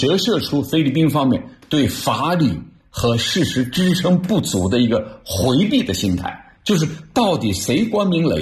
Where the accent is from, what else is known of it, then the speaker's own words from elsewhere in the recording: China; 我们中国人有句话叫什么